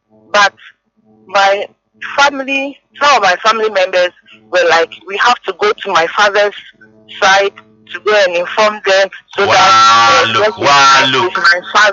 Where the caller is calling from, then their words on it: Accra, Greater Accra, Ghana; I'm calling from Atimota.